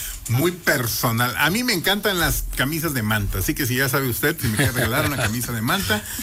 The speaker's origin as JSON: {"language": "Spanish", "town": "Coatzacoalcos", "region": "Veracruz", "country": "Mexico", "tie": "born or raised there", "said": "mi pueblo, a Coatzacoalcos, Veracruz"}